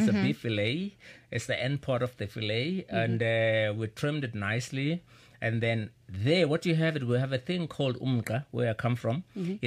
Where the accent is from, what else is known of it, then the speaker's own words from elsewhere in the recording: South Africa; I am a South African.